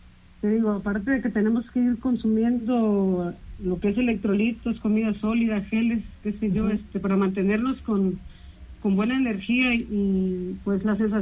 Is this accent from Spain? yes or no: no; Naranjal, Mexico; yo soy del Naranjal. Uh-huh. Soy una persona de campo